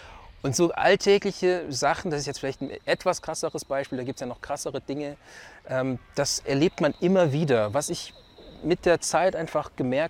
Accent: Germany; born there; ich bin Deutscher, ich bin hier geboren

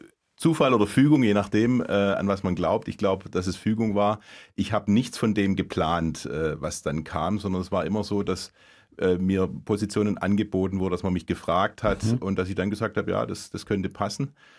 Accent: Albstadt, Baden-Württemberg, Germany; Ich war in meinem Heimatort ganz fest verwurzelt. Ich bin auch während dem Studium nicht weggezogen. Ich bin in Abstadt wohnen geblieben und nach Stuttgart und Esslingen gependelt.

